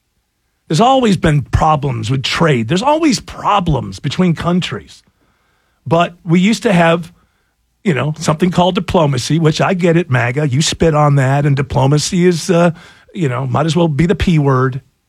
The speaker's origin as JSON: {"language": "English", "region": "New York", "country": "United States", "said": "I'm from Western New York."}